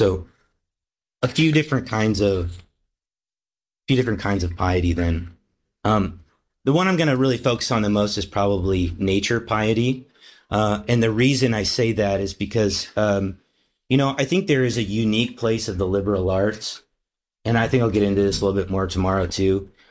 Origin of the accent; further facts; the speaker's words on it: Kansas, United States; when I was a kid, and you know, I grew up in Kansas, and we had a lot of storms coming through